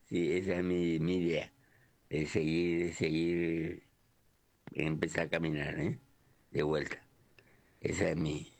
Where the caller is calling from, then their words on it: Clorinda, Formosa, Argentina; de Clorinda, Formosa.